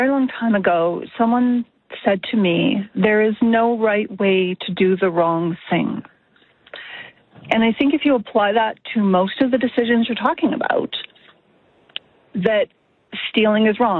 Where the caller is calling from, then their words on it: Alberta, Canada; I am from Alberta.